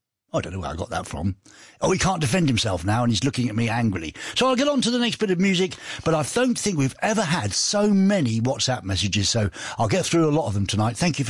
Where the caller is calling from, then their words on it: Gustrow, Mecklenburg-Vorpommern, Germany; Today I'm not from Pankow, but I'm from Gustrau. Gustrau, with a umlaut, Lars. G-U-S-T-R-O-W.